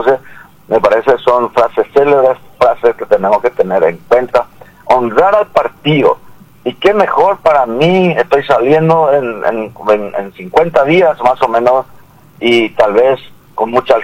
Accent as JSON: {"language": "Spanish", "town": "San Estanislao", "region": "San Pedro", "country": "Paraguay", "said": "mis queridos compueblanos del departamento de San Pedro y de nuestro querido distrito de San Estanislao."}